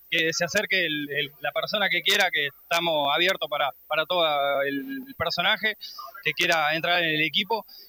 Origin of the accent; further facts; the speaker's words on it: Pando, Canelones, Uruguay; soy de acá de Pando